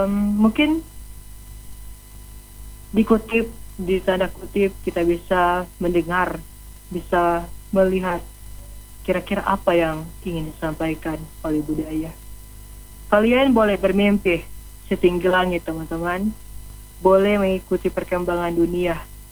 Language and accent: Indonesian; North Sulawesi, Indonesia; born there; kita bisa bangga menjadi Nusa Utara karena kita anak yang lahir di situ